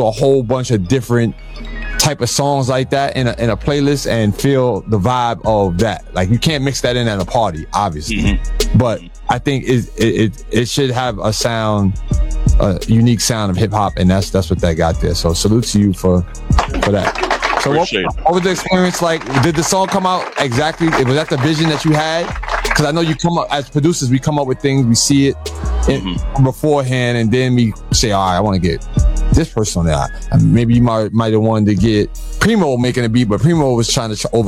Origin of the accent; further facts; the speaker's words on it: New York City, New York, United States; I'm from the Bronx, I'm from the South Bronx